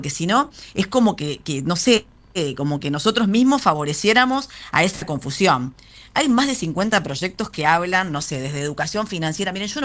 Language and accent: Spanish; Zárate, Buenos Aires Province, Argentina; Nosotros somos de ahí, de Zárate, del cordón industrial.